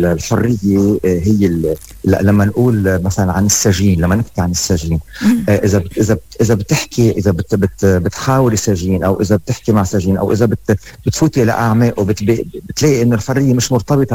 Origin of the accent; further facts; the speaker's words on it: Lebanon; نحن كلبنانيين وكناس من بلاد الشام حتى